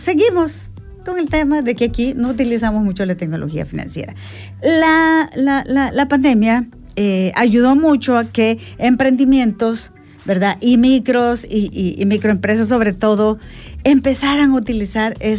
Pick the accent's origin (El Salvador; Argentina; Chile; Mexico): El Salvador